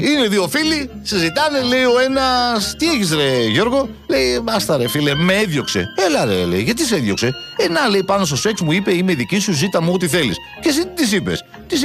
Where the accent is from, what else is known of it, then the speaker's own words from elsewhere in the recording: Greece; δεν είναι μόνο ότι εμείς ως Έλληνες βλέπουμε και τα μεγάλα συγκροτήματα.